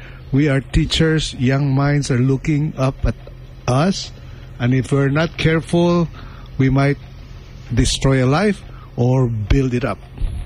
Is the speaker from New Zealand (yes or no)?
no; Philippines; moved away as an adult; now in United States; And I was a newbie from the Philippines.